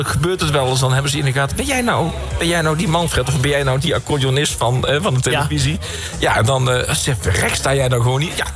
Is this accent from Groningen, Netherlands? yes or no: no; North Brabant, Netherlands; accent: soft G; Ja, ik ben echt een Brabander. Als ik bij mij gewoon 's morgens de studio inloop, het is gewoon echt Brabant. Het is gewoon gezellig. En ik praat toch gewoon met een zachte G.